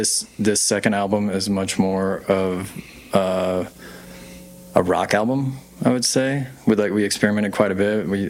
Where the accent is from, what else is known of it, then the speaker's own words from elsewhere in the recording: Texas, United States; I'm from North Texas